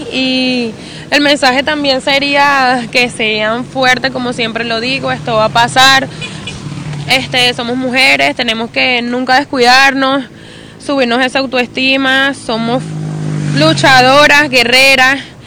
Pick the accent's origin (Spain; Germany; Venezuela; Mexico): Venezuela; La Guaira; born there; No me voy de mi estado de La Guaira, y no, yo soy de aquí, de La Guaira, y aquí nací, aquí me quedo